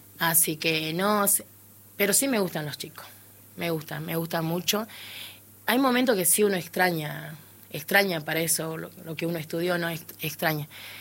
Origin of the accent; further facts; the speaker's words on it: Embarcación, Salta, Argentina; now in Buenos Aires, Argentina; En realidad, yo no soy de acá de Capital. Ajá. Vengo del norte, de embarcación.